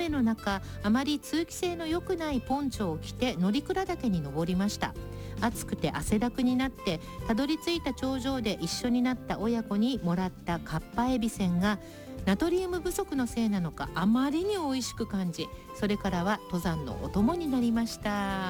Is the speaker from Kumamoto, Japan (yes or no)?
no; Hamamatsu, Shizuoka, Japan; 私のふるさと浜松にはね